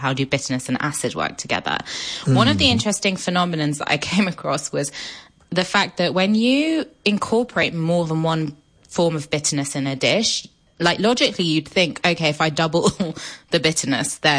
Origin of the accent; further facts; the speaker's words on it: Paris, Île-de-France, France; because I grew up in Paris